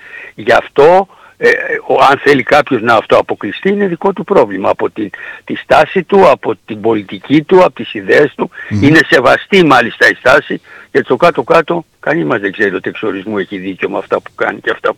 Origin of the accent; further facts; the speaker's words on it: Lixouri, Ionian Islands, Greece; Και εγώ έχω γεννηθεί στο Λιξούρ και έχω ζήσει στα Ιόνια, με καταγωγή βέβαια από την Ήπειρο.